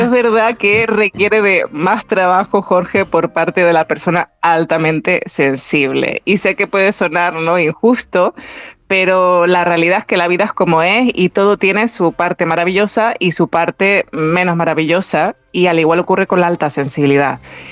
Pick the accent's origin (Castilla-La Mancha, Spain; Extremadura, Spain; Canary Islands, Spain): Canary Islands, Spain; accent: Canarian; que yo soy con mi canario me sale pozo